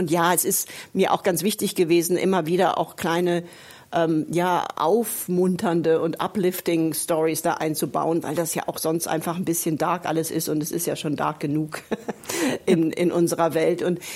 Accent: Germany; moved away as an adult; now in United Kingdom; Wir kennen das ja auch als Deutsche

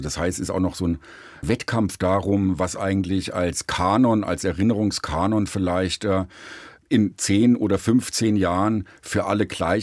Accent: Thuringia, Germany; in Südthüringen, wo ich herkomme, also im ehemaligen Bezirk Suhl, war die Grenze da und das Leben war in der DDR vorgeformt bzw. vorgeprägt.

